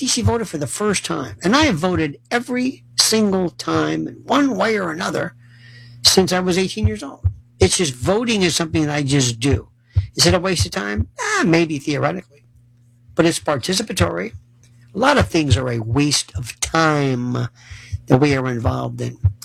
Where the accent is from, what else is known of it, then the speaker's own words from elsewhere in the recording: New York City, New York, United States; And New York City, my hometown, the Republican wherewithal, you were behind Andrew Cuomo?